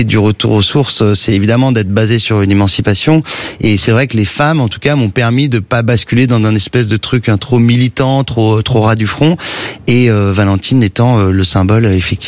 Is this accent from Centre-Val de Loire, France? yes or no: no; Saint-Cloud, Île-de-France, France; mon enfance à Saint-Cloud